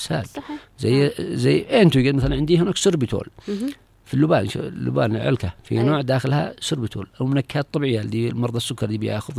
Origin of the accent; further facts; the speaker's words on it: Yemen; عندنا في اليمن